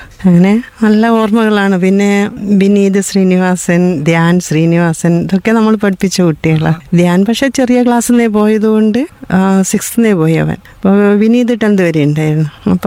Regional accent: Punnad, Kerala, India; ഞങ്ങള് രണ്ടുപേരും പുന്നാടാണ്.

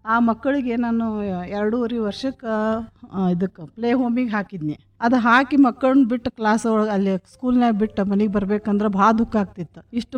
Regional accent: Munavalli, Karnataka, India; now in Belagavi, India; ನಾನು ಹುಟ್ಟಿ ಬೆಳೆದದ್ದು ಒಂದು ಹಳ್ಳಿ ವಾತಾವರಣದಲ್ಲಿ. ಆ ಹಳ್ಳಿಯಲ್ಲಿ ಕೇವಲ 10,000 ಜನ ಇರುವಂತ ಒಂದು ಹಳ್ಳಿ. ಆ ಹಳ್ಳಿ ಒಳಗಿನ ವಾತಾವರಣ ಈಗೂ ಅದು ಒಂಥರ ಕನಸು. ಈಗ ಆ ಊರಿಗೆ ಹೋದ್ರೆ ನನಗದು ಕಾಣೋದಿಲ್ಲ ಆ ಮುನ್ವಳ್ಳಿ.

